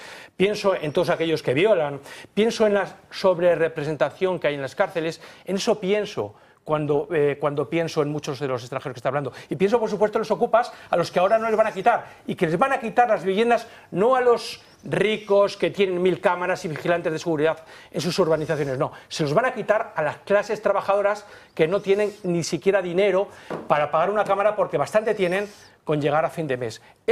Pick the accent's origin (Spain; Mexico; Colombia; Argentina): Spain